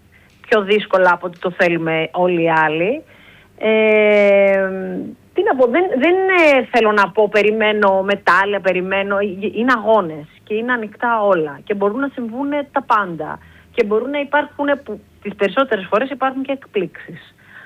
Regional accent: Egaleo, Attica, Greece; Στην περιοχή που εγώ μεγάλωσα, στο Εγάλαιο, είχε πολύ λίγα πράγματα να κάνουμε

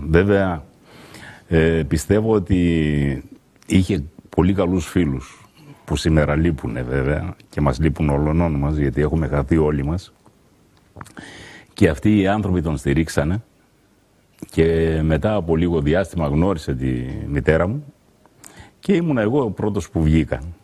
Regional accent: Ioannina, Epirus, Greece; Το πατρικό μου το σπίτι ήταν στα Ζευγάρια, στον Άγιο Σπυρίδωνα κοντά.

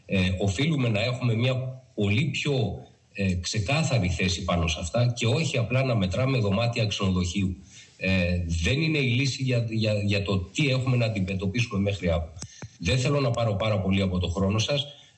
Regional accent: North Aegean, Greece; όσο είπα και εγώ νησιώτης, είμαι από το Βόρειο Αιγαίο.

